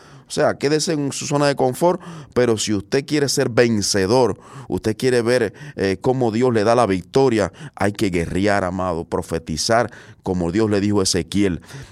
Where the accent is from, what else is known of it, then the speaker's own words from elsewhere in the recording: Cuba; Pero en Cuba, de donde vengo, se estila mucho eso, tristemente, ¿ves?